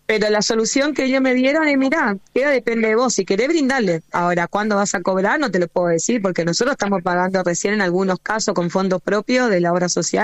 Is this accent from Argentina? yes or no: yes; Corrientes, Argentina; now in Buenos Aires, Argentina; Yo soy de Corrientes Capital.